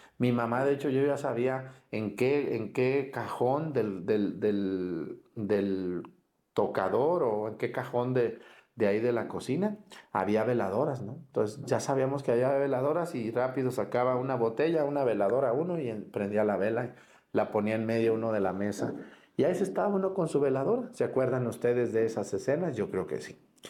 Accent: Mexticacán, Jalisco, Mexico; moved away; Cuando yo era niño, allá en mi pueblo, en Mexicacán, había una tienda.

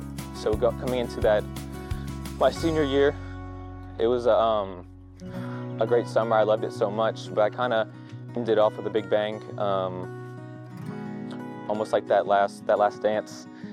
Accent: Louisiana, United States; I'm from Louisiana, really close, big family. It was a blessing growing up.

